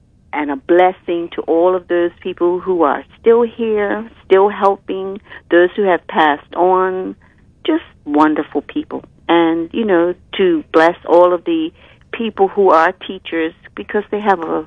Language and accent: English; Bermuda; we were so privileged as children growing up in Bermuda